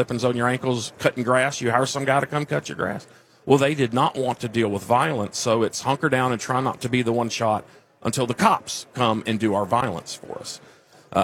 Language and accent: English; Whitehall, Arkansas, United States; moved away as an adult; Yeah, I grew up in Whitehall, Arkansas, a little city about 30 miles south of Little Rock. Left there when I was 18